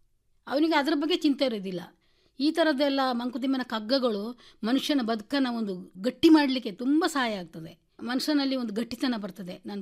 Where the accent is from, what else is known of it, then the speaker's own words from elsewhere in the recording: Kodagu, Karnataka, India; accent: Mysore Kannada; ನಮ್ಮ ಕನ್ನಡ ಅಂದ್ರೆ ನಮ್ದು ಮೈಸೂರು ಕನ್ನಡ ಜಾಸ್ತಿ ನಮ್ಮೂರಲ್ಲಿ